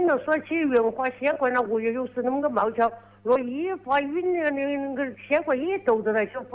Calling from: Shishou, Hubei, China; 我是说桃花山镇吴泾口村

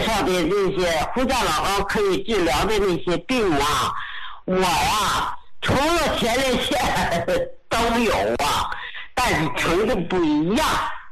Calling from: Beijing, China; 嗯，我先说我是北京的，我先说一下这样

